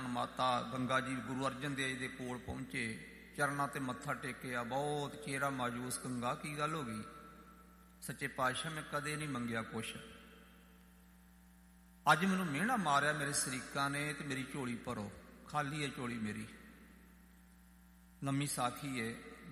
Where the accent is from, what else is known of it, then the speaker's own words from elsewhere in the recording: Punjab, India; ਮੇਰਾ ਪਿੰਡ ਤਰਨ ਤਾਰਨ ਸਾਹਿਬ ਬਾਬਾ ਬੁੱਢਾ ਸਾਹਿਬ ਦੀ ਬੀੜ ਦੇ ਨੇੜੇ ਆ